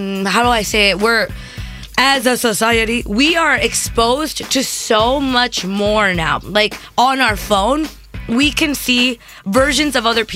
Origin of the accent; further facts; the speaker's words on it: United States; I'm American as well.